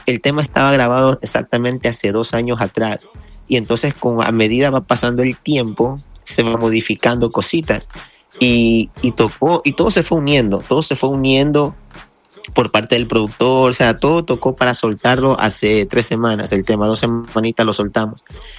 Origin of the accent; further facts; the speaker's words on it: Guayaquil, Guayas, Ecuador; cuando era un peladito, así decimos en mi país, en Guayaquil